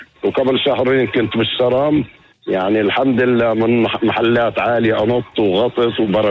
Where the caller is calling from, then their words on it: Nazareth, Northern District, Israel; أنا من الناصري